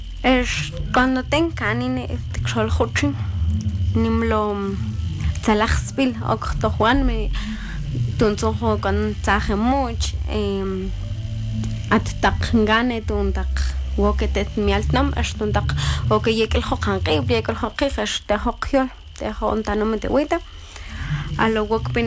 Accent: Huitán, Quetzaltenango, Guatemala; más orgullosa que nunca de ser huitaneca de corazón y de ser guatemalteca

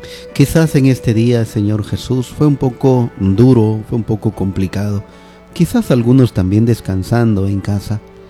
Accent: Salamá, Baja Verapaz, Guatemala; soy originario de Salamá, Baja Verapaz. Soy hijo de una madre soltera. Tengo 8 hermanos.

